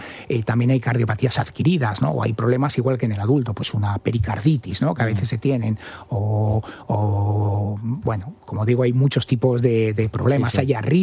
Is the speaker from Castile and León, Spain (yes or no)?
yes; Cigales, Castile and León, Spain; nos casamos en Cigales, que era mi pueblo.